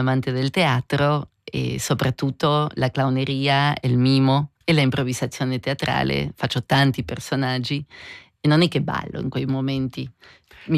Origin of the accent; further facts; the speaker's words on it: Argentina; Italian is a second language; Perché dall'Argentina avevo un'idea della Svizzera come un posto sterile.